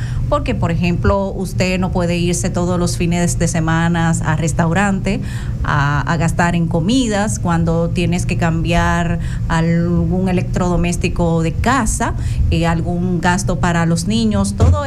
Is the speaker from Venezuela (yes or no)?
no; Dominican Republic; nosotros buscamos la manera como dominicanos de divertirnos